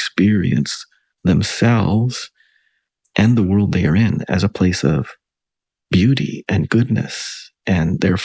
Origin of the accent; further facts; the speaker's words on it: Western Canada, Canada; I grew up with him in Western Canada